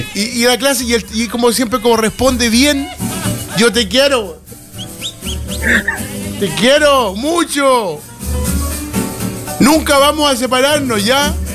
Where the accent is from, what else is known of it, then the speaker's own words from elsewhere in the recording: Argentina; moved away; Usted ha ido a más fondas que yo siendo argentino.